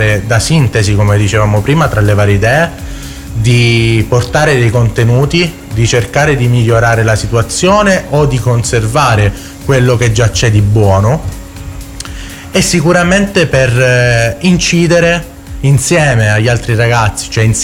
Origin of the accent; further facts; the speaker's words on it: Reggio Calabria, Calabria, Italy